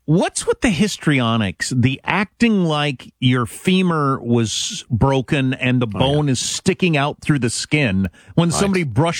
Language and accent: English; United States; as an American